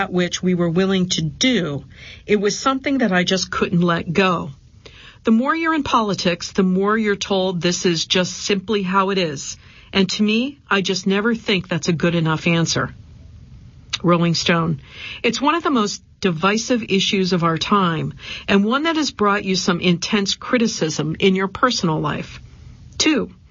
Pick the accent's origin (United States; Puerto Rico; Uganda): Uganda; born there; I was born in Uganda in East Africa.